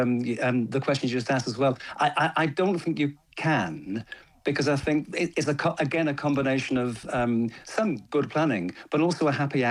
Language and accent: English; Manchester, North West England, United Kingdom; I was born and bred in Manchester